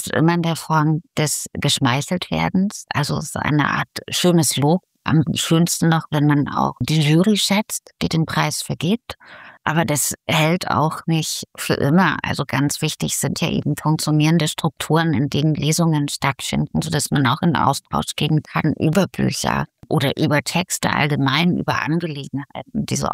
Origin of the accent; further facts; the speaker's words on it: Riesa, Saxony, Germany; born there; Ich bin in der DDR geboren, in Riesa. Ich bin ein sächsisches Mädchen sozusagen.